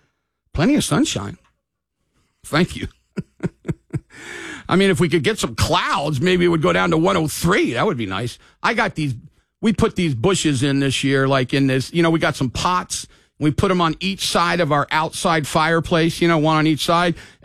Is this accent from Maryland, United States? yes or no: yes; Maryland, United States; moved away; I come from Maryland.